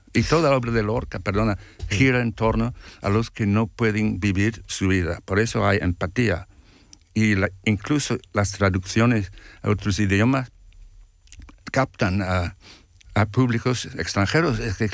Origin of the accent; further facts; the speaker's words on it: Ireland; yo soy, digamos, irlandés, un poco celta